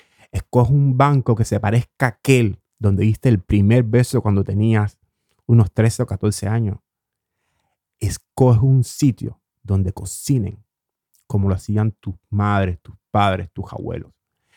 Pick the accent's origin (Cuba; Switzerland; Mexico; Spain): Cuba; now in Oslo, Norway; Como diríamos en Cuba